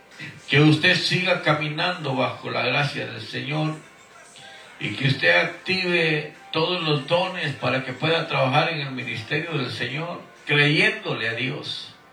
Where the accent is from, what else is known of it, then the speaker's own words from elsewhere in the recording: Guatemala; moved away as an adult; now in Houston, United States; Guatemala, mi tierra natal. … nacido en Guatemala, viviendo aquí en USA, en Estados Unidos, en Houston, Texas, por ya vamos a los 30 años